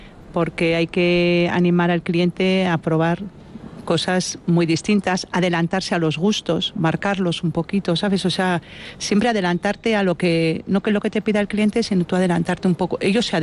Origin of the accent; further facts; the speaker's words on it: Vitoria, Basque Country, Spain; Pues a ver, yo soy de Vitoria, de una familia totalmente de estar en la calle, poteando y bueno, y disfrutando de vinos.